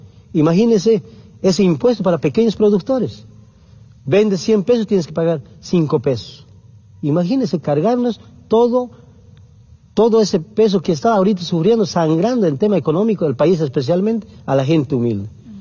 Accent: Bolivia

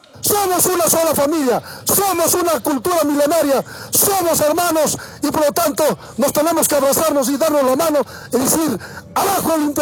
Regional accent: Cusco, Peru; venimos desde la capital del Tahuantinsuyo, del milenario Cusco, Perú

